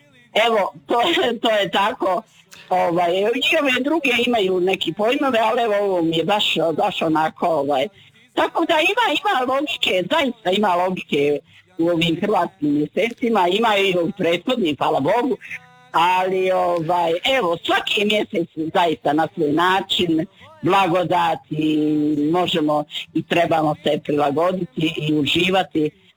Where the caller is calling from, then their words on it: Bosnia & Herzegovina; ja sam iz Bosne